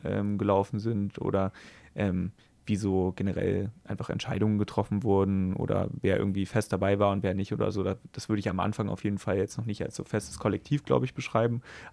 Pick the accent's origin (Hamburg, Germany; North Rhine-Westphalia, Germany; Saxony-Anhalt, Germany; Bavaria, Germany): Saxony-Anhalt, Germany; Halle; Ich meine, ich komme aus Halle, wir waren früher öfter mal in Leipzig und kannten hier irgendwie ein paar Leute und so